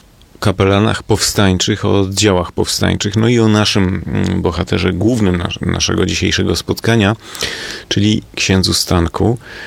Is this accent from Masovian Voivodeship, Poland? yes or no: yes; Warsaw, Masovian Voivodeship, Poland; bo ja pochodzę z Żoliborza i Bielan, moja rodzina pochodzi.